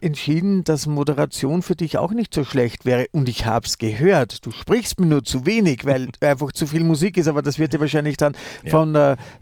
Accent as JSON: {"language": "German", "region": "Vienna", "country": "Austria", "said": "Wenn ich nach Tirol kommen würde als Wiener"}